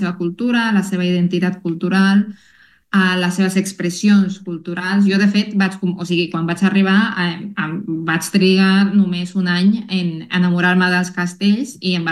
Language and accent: Catalan; La Paz, Bolivia; Les persones més de muntanya, diguem, de la regió d'on vinc, de La Paz, potser, no? La societat és una miqueta més conservadora.